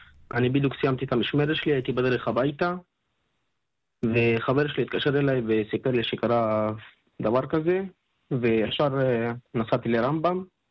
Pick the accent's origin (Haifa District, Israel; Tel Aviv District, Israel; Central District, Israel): Haifa District, Israel; Nesher; אני מנשר, אני בן 21 עוד מעט.